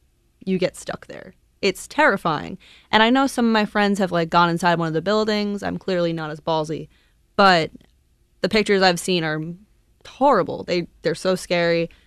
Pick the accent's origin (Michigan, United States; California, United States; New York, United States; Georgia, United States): New York, United States; Long Island